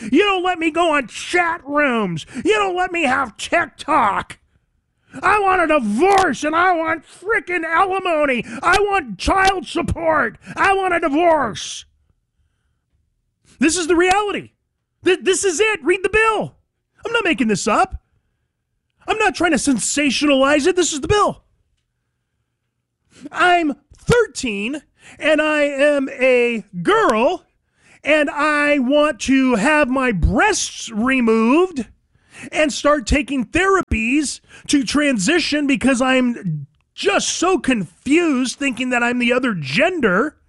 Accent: California, United States; moved away; Now, I come from California. It is very much a failed state. It is sad. We got out of there 28 years ago, and we have not looked back.

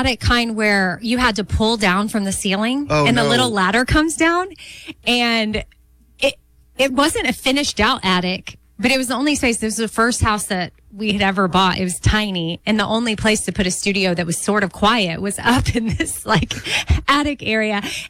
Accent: Austin, Texas, United States; moved away as an adult; also born or lived in North Carolina; I moved from Austin to North Carolina. I never lived out of the state of Texas when I moved to North Carolina.

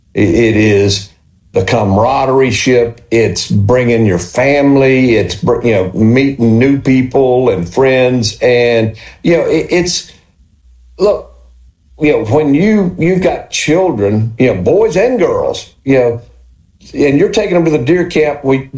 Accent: Mississippi, United States; I grew up in Walthall County on a farm

